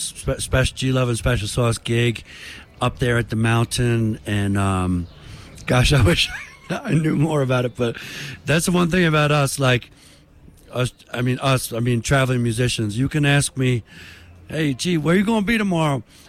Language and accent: English; Philadelphia, Pennsylvania, United States; I grew up in Philadelphia, and, well, you know, it could be kind of rough sometimes